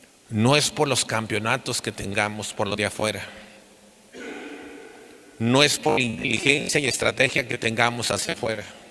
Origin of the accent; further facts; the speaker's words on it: Mexico; Que el pueblo mexicano valgamos con lo que tenemos dentro.